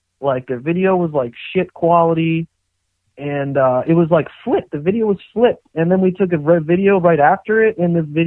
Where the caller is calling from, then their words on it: Maryland, United States; Oh, I'm from old Maryland.